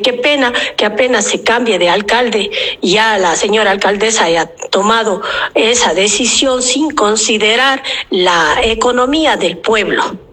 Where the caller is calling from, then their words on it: Ecuador; yo vivo en Las Orquídeas y tomo todos los días ese bus.